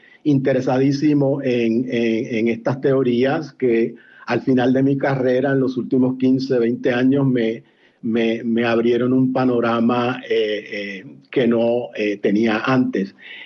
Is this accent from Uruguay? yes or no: no; Puerto Rico; moved away; En mi caso, como puertorriqueño, pues yo llego como ciudadano desde 1917